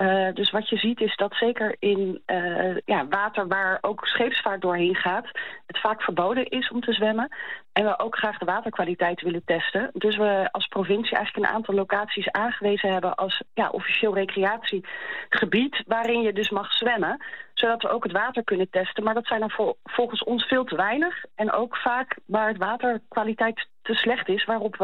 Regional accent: The Hague, South Holland, Netherlands; now in Alblasserdam, Netherlands; Nou, ik kom van Scheveningen, dus ik ben wel echt een strandmens. Maar momenteel zit ik in Alblasserdam

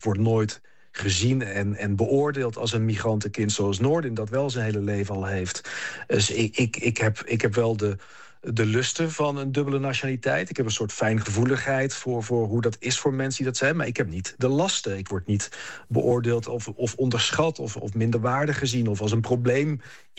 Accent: Netherlands; now in Belgium; Want ik ben weliswaar geboren in Nederland. Ik ben hier opgegroeid. Je hoort het aan me. Ik praat gewoon Nederlands.

